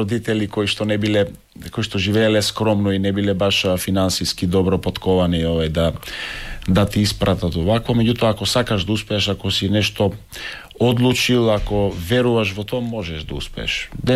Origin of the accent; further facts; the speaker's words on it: Sveti Nikole, Vardar Statistical Region, North Macedonia; јас секогаш кажувам и се гордеам што сум од Свети Николе